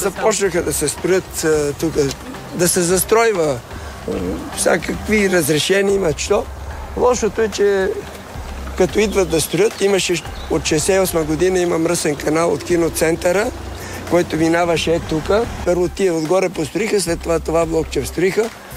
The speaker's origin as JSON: {"language": "Bulgarian", "town": "Sofia", "region": "Sofia City", "country": "Bulgaria", "tie": "born or raised there", "said": "Ние бехме единствените тук две семейства, които дойдохме от Васил Коларов, сегашната Солунска. Там съм и завършил в 6-то на граф Игнатев и 6 септември, 4-ти клас."}